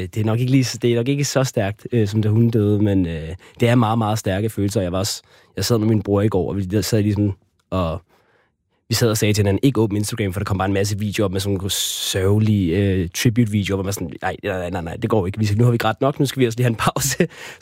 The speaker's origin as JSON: {"language": "Danish", "country": "Argentina", "second_language": "Danish", "said": "Jeg er argentiner."}